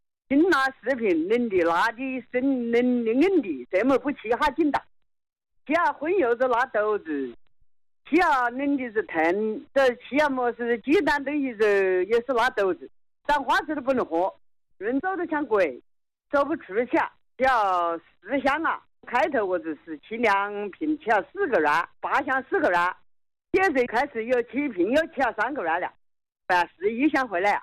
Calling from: Hong Kong; 我是香港的一位患者

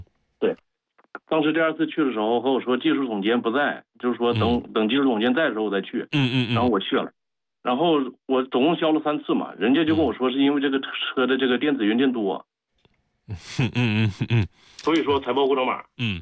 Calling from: Weihai, Shandong, China; 我是威海的

